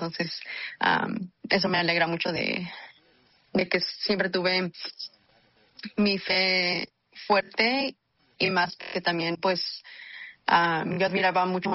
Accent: Anderson, California, United States; born or raised there; also born or lived in Sacramento

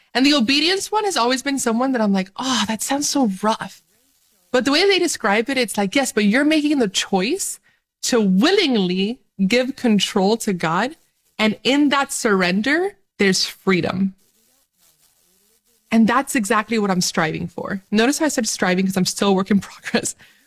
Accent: Dominican Republic

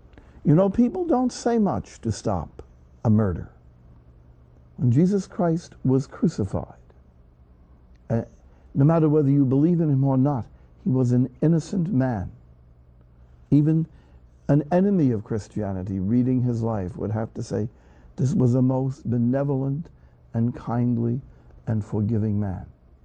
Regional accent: United States; I'm an American.

